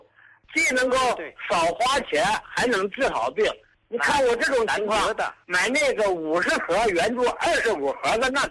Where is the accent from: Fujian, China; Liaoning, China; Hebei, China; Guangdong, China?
Liaoning, China; Fushun; 哎，我呢是来自辽宁抚顺的，我今年呢62了。